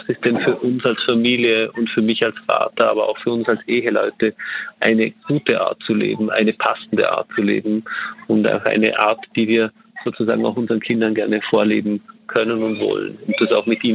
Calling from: Dornbirn, Vorarlberg, Austria

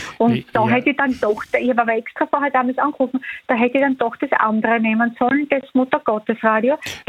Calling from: Frohnleiten, Styria, Austria; Ich rufe aus Kronleutnern, also Steiermark.

